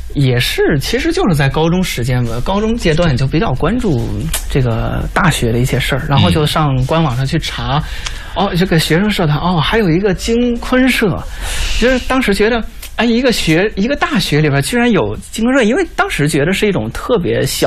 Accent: Shandong, China; moved away as an adult; now in Beijing, China; 反正我是山东的

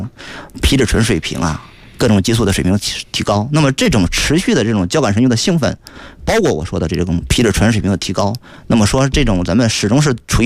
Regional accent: Shandong, China; 我老家山东

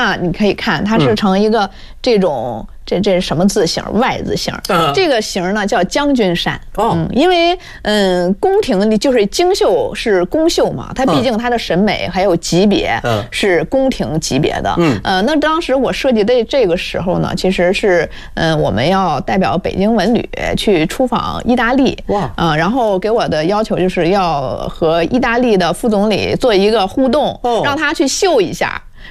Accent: China

